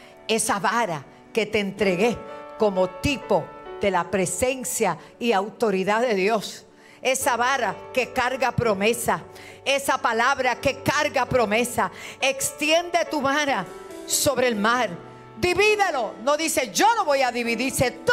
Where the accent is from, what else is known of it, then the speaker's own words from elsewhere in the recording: Puerto Rico; los boricuas somos la gente más trabajadora, somos la gente más sincera, más íntegra, la gente que produce. Los boricuas somos otra cosa porque somos de Dios.